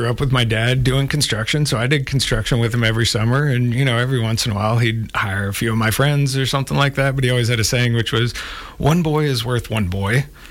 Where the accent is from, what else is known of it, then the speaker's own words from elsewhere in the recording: Potwin, Kansas, United States; Yeah, I grew up in Potwin, Kansas, which is just between El Dorado and Newton, kind of out in the middle of nowhere. It's a little town of 450 people.